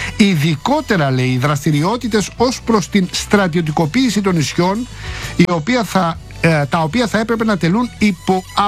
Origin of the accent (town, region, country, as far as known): Greece